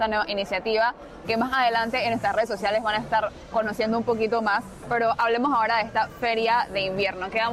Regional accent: Colón, Panama; ustedes saben que yo soy de Colón

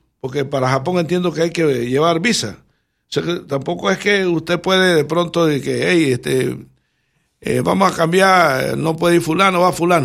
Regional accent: Bugaba, Chiriquí, Panama; moved away; allá en mi terruño, en el ubérrimo distrito de Bugaba y en la fértil tierra de Volcán y Cerro Punta.

